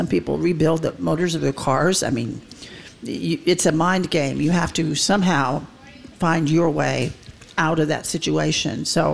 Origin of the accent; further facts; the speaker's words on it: Kansas, United States; I always laughed and said I was an escapee from Kansas.